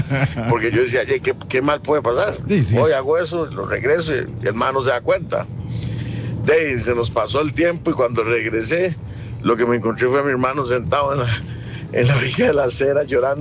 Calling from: San Ramón, Alajuela, Costa Rica; somos de San Ramón de la Juela

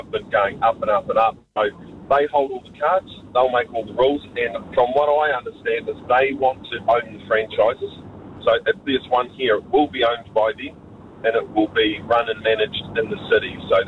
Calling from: Christchurch, Canterbury, New Zealand; That aside, back home, here in, I'm calling from Christchurch

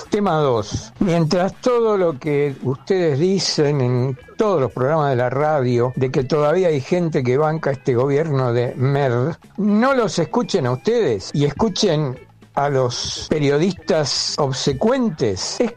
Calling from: Buenos Aires, Argentina; de San Telmo.

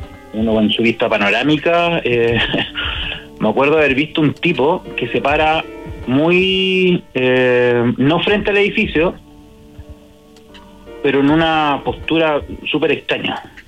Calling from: Maipú, Santiago Metropolitan Region, Chile; De Maipú.

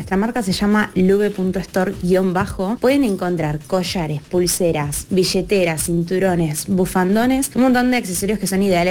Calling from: Ramos Mejía, Buenos Aires Province, Argentina; Somos de Ramos Mejía, zona oeste, sí.

